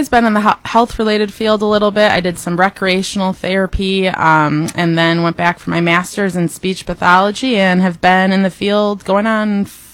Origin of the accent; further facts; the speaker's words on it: Sun Prairie, Wisconsin, United States; I grew up in Sun Prairie, so just down the road.